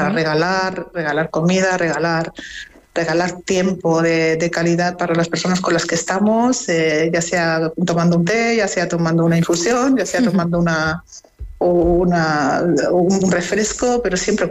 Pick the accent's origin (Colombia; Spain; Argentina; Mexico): Spain; Mallorca, Balearic Islands; born there; yo soy española, sí. ¿No? Yo he nacido en Mallorca